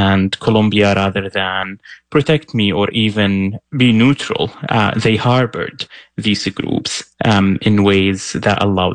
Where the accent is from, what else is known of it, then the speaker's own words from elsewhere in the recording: Syria; moved away as an adult; also born or lived in Lebanon; now in United States; I was born and raised in Syria. For 18 years, I lived there.